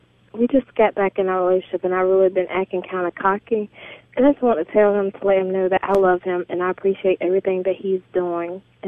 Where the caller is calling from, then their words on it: Carolina, United States; I'm calling from Carolina.